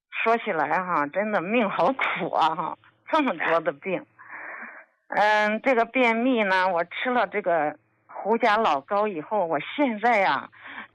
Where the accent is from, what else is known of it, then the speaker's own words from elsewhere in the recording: Shandong, China; 我们山东人啊，可能都爱吃咸，口重哈。